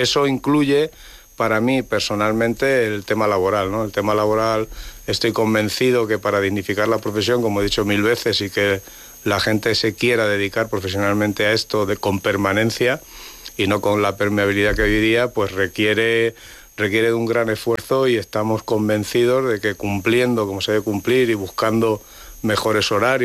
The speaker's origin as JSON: {"language": "Spanish", "region": "Castilla-La Mancha", "country": "Spain", "said": "como los manchegos nos pensamos"}